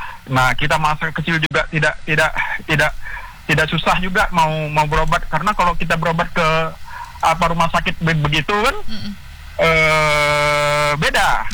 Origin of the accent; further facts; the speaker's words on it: Kutai Barat, East Kalimantan, Indonesia; Kami dari Kutai Barat ini, Bu Deni, banyak yang berobat ke Penang.